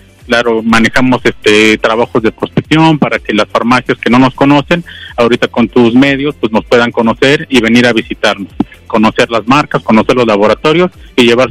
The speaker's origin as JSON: {"language": "Spanish", "town": "Apizaco", "region": "Tlaxcala", "country": "Mexico", "said": "como buena pisaquense que soy"}